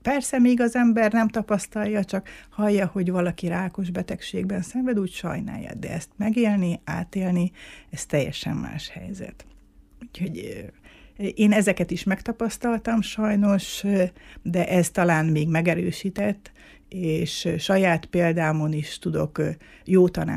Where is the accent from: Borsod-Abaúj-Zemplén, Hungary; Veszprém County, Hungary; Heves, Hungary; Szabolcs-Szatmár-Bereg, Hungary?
Borsod-Abaúj-Zemplén, Hungary; Miskolc; én ott nőttem fel a Diósgyőrben papírgyárnál